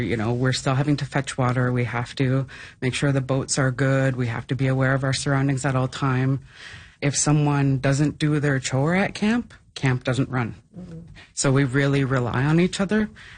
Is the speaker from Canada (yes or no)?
yes; Pangnirtung, Nunavut, Canada; first language Inuktitut; English is a second language; now in Iqaluit, Canada; in Iqaluit, but I'm from Pengertung.